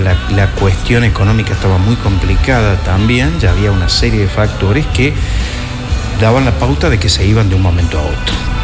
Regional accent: Córdoba, Argentina; now in Chaco, Argentina; yo soy cordobés a esta altura, por si no se dieron cuenta, a esta altura de mi vida, con más años de Chaco que de claro. Córdoba

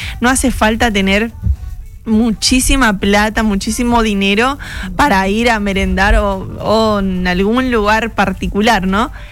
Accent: Argentina; más allá de todas las cosas que estuvimos atravesando como argentinos.

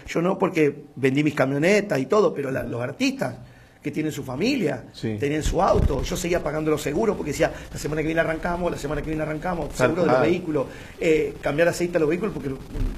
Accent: Santa Fe, Argentina; Entonces, mira, yo soy santafesino, mi papá cordobés, mi mamá entrerriana de La Paz y mi hermana correntina de la capital.

